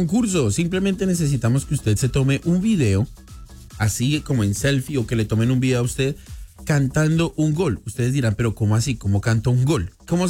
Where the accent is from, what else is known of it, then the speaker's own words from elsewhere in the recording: Colombia; moved away; Yo me crié con unos comentaristas en Colombia